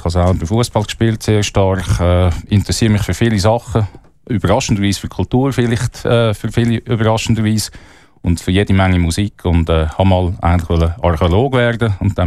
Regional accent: Thun, Bern, Switzerland; Ja, eben, ich bin in Thun aufgewachsen.

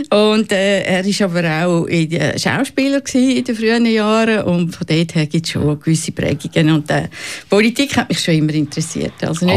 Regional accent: Zurich, Switzerland; born there; ich bin eben 69, ich bin geboren im Zürcher Oberland.

